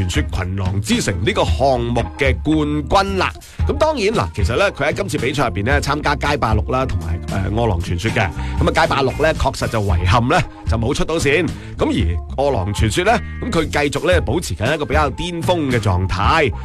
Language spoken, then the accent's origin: Cantonese; Guangdong, China; 我哋广东人